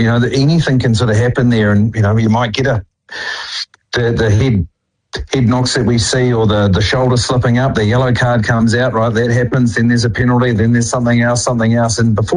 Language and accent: English; Wellington, New Zealand; Although born and raised in Wellington, the Chiefs are the team for me